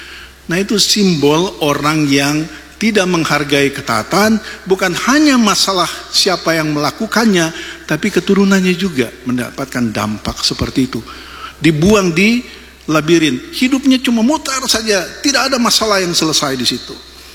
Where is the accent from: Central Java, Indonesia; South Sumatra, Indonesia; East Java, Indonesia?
South Sumatra, Indonesia; Palembang; born there; ketika satu waktu saya masih kecil, Saya pulang ke tempat kelahiran saya di Palembang.